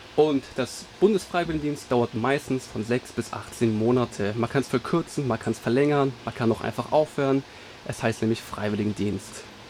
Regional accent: Germany; Ich komme aus Deutschland

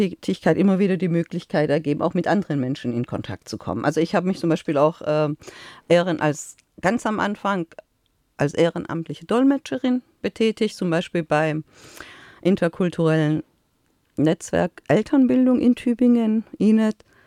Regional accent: Iran; Ich komme ja quasi aus dem Orient, ja, aus dem Iran.

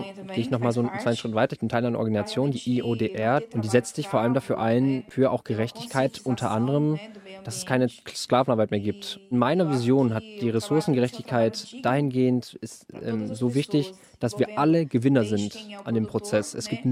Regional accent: Brazil; Es ist mir eine große Ehre, eine große Möglichkeit, als Frau, als Brasilianerin zu zeigen, wie ich hier lebe und was ich tue.

